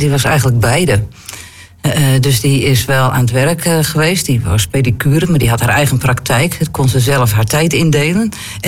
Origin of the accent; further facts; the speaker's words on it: Exloo, Drenthe, Netherlands; ik ben opgegroeid in Exlo, een dorpje boven Immen.